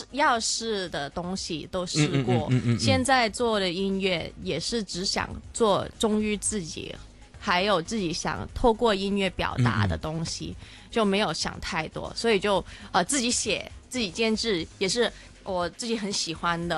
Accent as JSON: {"language": "Chinese", "country": "Hong Kong", "tie": "born or raised there", "said": "可能是特别以前我是在女校长大的，就小一到中二也是在本地的女校长大的，"}